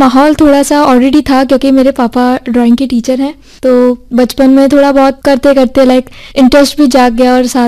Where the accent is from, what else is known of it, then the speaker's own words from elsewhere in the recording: Udaipur, Rajasthan, India; मैं वैसे उदयपुर की ही रहने वाली हूँ और मैंने अपनी स्कूलिंग गुरु नानक से की है और अभी कॉलेज में थर्ड ईयर की छात्र हूँ।